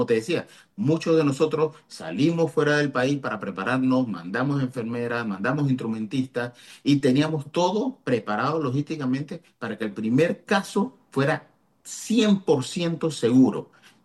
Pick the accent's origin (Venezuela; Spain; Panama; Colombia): Panama; tenemos que sentirnos orgullosos todos como panameños